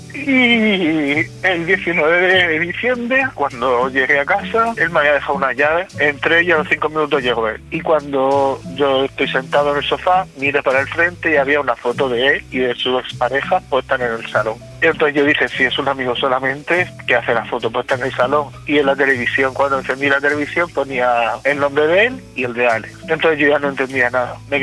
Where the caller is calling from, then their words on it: Torrevieja, Valencian Community, Spain; Él vive en Málaga y yo vivo en Torrevieja.